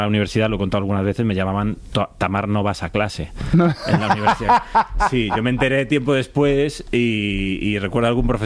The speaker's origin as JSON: {"language": "Spanish", "region": "Galicia", "country": "Spain", "said": "yo como buen gallego, pues soy morriñento"}